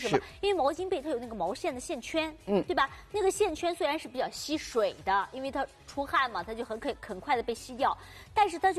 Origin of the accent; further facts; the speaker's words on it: North China, China; now in Southern China; 因为以前在北方，小时候在北方生活啊，没有这种明显的感觉，但是现在后来嫁到南方了